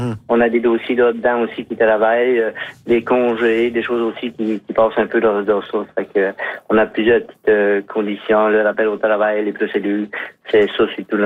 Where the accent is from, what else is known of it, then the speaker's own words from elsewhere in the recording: Magdalen Islands, Quebec, Canada; Aussi, nous autres, on sait qu'on est de la Madeleine, on est insulaire